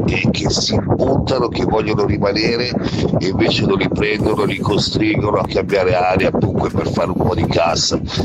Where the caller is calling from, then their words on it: Milan, Lombardy, Italy; da Milano.